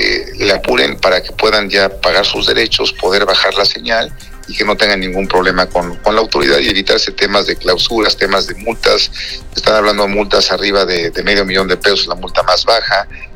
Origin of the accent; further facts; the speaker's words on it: Mexico; porque ya sabes, como buen mexicano